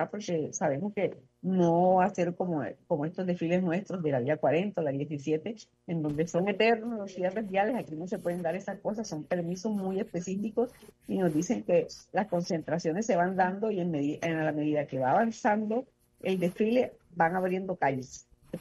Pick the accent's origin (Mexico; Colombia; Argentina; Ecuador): Colombia; somos los únicos colombianos que vamos a estar en esa participación